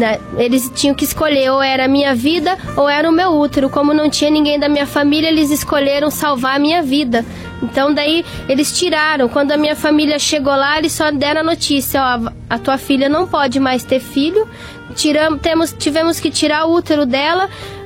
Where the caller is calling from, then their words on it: Curitiba, Paraná, Brazil; sou da cidade de Curitiba.